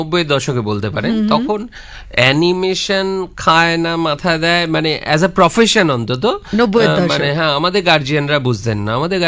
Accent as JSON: {"language": "Bangla", "town": "Kolkata", "region": "West Bengal", "country": "India", "tie": "born or raised there", "said": "কলকাতাতেই ছিলাম আমি ছোটবেলা থেকে, কলকাতাতেই বড় হয়েছি"}